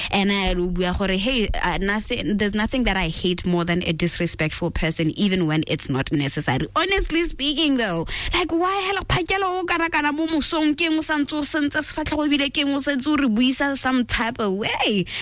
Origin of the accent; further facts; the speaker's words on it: Mochudi, Kgatleng District, Botswana; now in Gaborone, Botswana; I'm from Muchudi